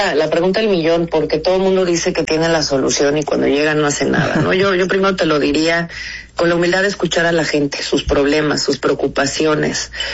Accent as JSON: {"language": "Spanish", "region": "Querétaro", "country": "Mexico", "tie": "born there", "said": "para quienes nacimos aquí"}